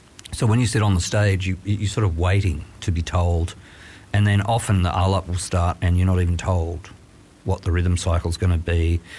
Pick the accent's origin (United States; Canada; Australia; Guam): Australia; Grenfell, New South Wales; now in Bathurst, Australia; I was born in Grenfell in the Central West and grew up on a sheep farm playing drums in the woolshed as a kid